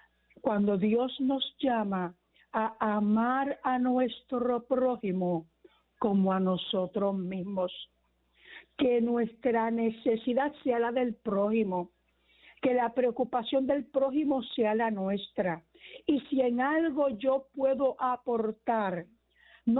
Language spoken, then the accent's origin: Spanish; Puerto Rico; nuestra esencia como puertorriqueños, como cristianos.